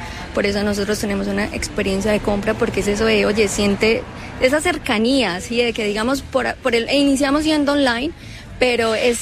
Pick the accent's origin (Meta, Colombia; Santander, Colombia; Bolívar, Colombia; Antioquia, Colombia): Santander, Colombia; Bucaramanga; el sello principal es que somos de acá de Bucaramanga, de Santander, que todas las personas hacen parte de acá